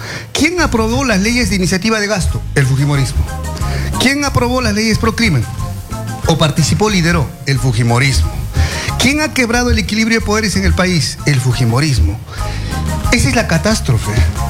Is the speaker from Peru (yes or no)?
yes; Cusco, Peru; Yo vengo de la región del Cusco